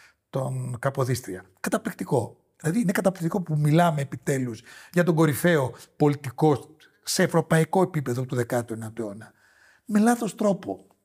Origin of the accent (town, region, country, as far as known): Greece